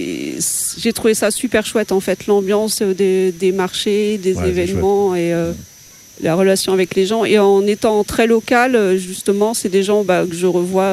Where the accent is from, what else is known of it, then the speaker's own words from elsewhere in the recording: Normandy, France; moved away; moi je suis normande en plus d'origine.